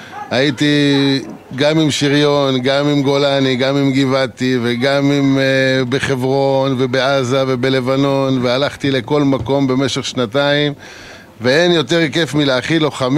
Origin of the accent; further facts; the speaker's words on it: Neot Golan, Northern District, Israel; גדלתי כאן, אני מחובר מאוד למקום הזה, נאות גולן.